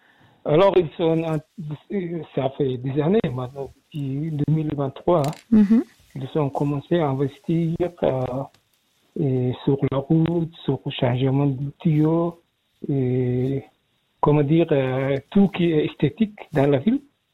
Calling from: La Chaux-de-Fonds, Neuchâtel, Switzerland; À la Chaux-de-Fonds.

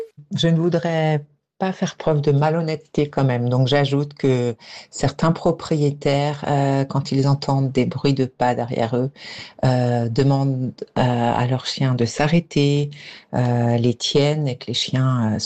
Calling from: Bern, Switzerland; de Berne.

